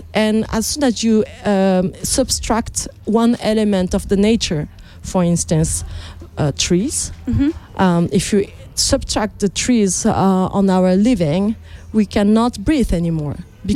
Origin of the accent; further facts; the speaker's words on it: Japan; I'm from Japan